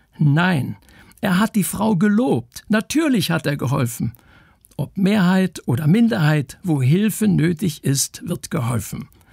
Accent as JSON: {"language": "German", "region": "East Germany", "country": "Germany", "tie": "born or raised there", "said": "Ich bin in der DDR zur Schule gegangen."}